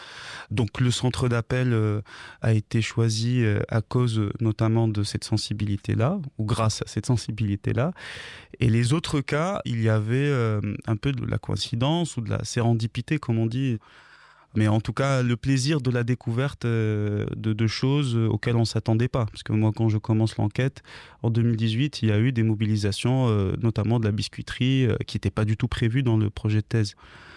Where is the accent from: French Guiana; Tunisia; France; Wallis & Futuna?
Tunisia; moi, j'avais 18 ans en 2011 quand il y a eu la révolution. Je suis tunisien